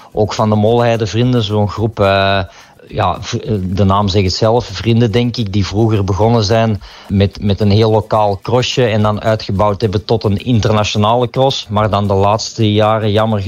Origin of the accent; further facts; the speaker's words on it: Kalmthout, Flanders, Belgium; born there; now in Essen, Belgium; ik ben van de streek, geboren in Kalmthout, maar ik woon al enige tijd in Essen centrum.